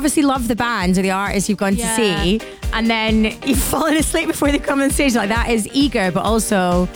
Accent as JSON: {"language": "English", "region": "Scotland", "country": "United Kingdom", "said": "It's a wee bit dreek, as we'd say in Scotland."}